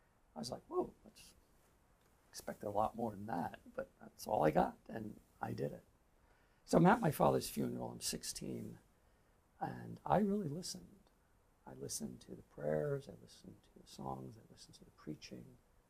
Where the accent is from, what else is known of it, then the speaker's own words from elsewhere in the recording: New York, United States; So I'm from New York, Long Island. I think I was brought up with faith.